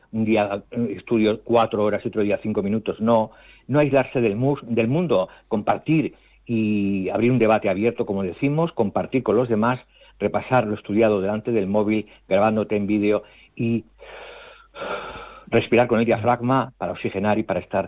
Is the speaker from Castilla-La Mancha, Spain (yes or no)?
yes; Toledo, Castilla-La Mancha, Spain; yo soy de Toledo